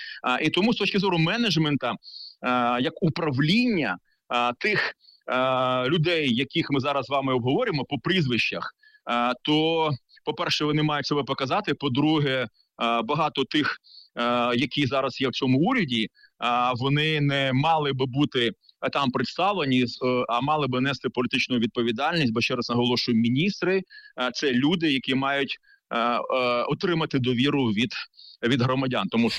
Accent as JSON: {"language": "Ukrainian", "town": "Mykolaiv", "region": "Mykolaiv Oblast", "country": "Ukraine", "said": "я сам з Миколаєва"}